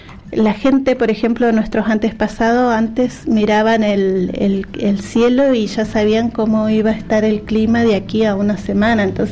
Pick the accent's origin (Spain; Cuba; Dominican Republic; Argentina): Argentina; Neuquén; somos la provincia de Neuquén